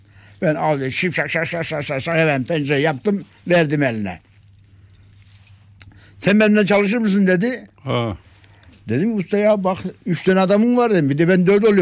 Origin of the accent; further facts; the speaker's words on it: Zile, Kayseri, Turkey; born there; Kayseri'nin Develi Kazası'nın Zile mahallesi oldu şimdi. Zile köyünden doğdum.